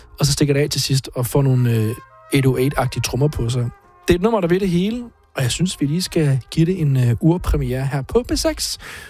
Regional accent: West Jutland, Denmark; accent: Jutlandic; Altså, jeg kunne godt tale sådan her, men det er ligesom sådan, jeg taler ud fra Westjylland, hvor jeg kommer fra.

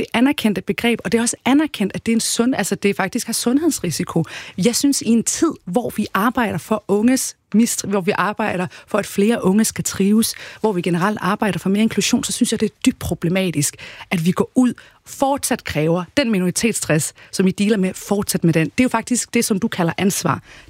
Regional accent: Jutland, Denmark; I dag, der siger jeg, at jeg er dansk iraker med rødder i Jylland. Altså, det er jo der, jeg er født og opvokset

